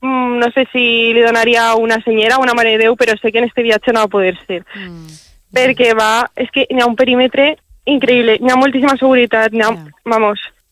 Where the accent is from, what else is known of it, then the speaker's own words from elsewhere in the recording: Valencian Community, Spain; com a valenciana sí que tenia molts amics per així